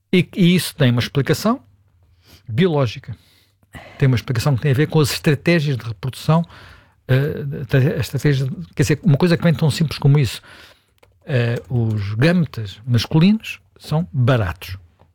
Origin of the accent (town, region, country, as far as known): Lisbon, Portugal; born there